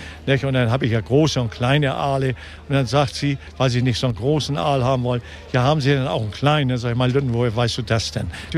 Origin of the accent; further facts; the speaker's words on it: Hamburg, Germany; Mich kennen sie und ich kenne sie, weil ich bin Hamburger durch und durch.